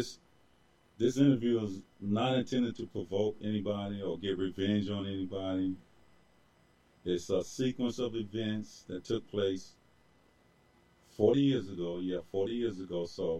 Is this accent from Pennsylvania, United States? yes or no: no; Greensboro, North Carolina, United States; I mean, I'm from Greensboro.